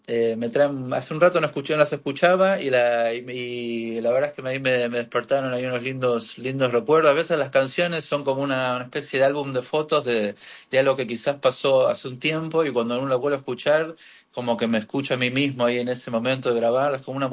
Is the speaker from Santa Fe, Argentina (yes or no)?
no; Buenos Aires, Argentina; born or raised there; accent: Argentine; also born or lived in Miami, United States